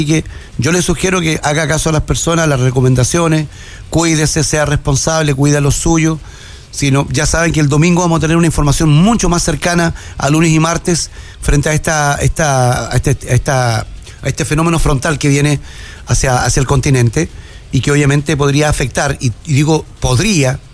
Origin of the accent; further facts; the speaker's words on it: Antofagasta, Chile; Nosotros los que somos de Antofagasta, nacidos, criados acá